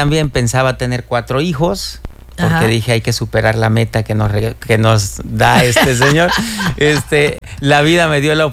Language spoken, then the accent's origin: Spanish; Alto Lucero, Veracruz, Mexico; Yo soy de Alto Lucero, Veracruz.